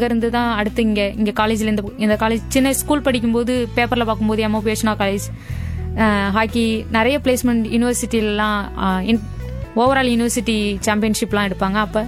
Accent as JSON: {"language": "Tamil", "town": "Thiruvarur", "region": "Tamil Nadu", "country": "India", "tie": "born or raised there", "moved": "as an adult", "lives_now": "Chennai, India", "said": "நான் என்னோட சொந்த ஊர் திருவாரூர்."}